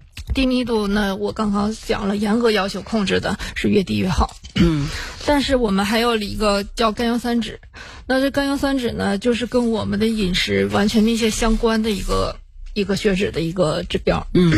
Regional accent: China; 包括一些我们中国人吧，咱们中国人好吃这个米和面

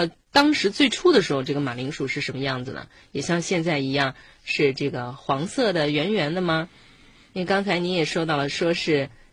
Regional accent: Shandong, China; 比如说在我的老家山东，我们管它叫地蛋。

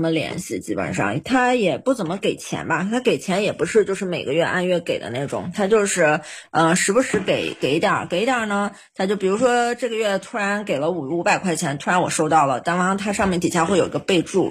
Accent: Xinjiang, China; 尤其我是新疆人，尤其新疆这边他是那个就是疫情嘛

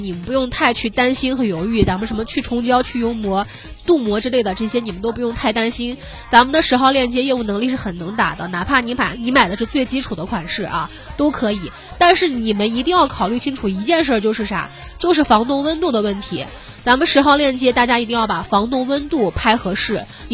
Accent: Lanzhou, Gansu, China; 那我也是兰州的哈

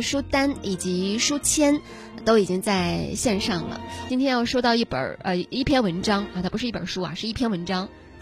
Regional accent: China; 身为一个中国人，我们仅仅学习西方的科技，其实已经不能够支撑

